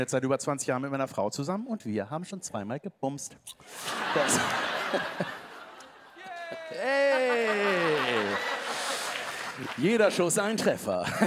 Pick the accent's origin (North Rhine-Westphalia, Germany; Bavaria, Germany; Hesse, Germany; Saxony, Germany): North Rhine-Westphalia, Germany; Cologne; accent: Kölsch; Wow, das ist Köln. Das mag ich. Dach Köln. Ich mag auch unseren Dialekt.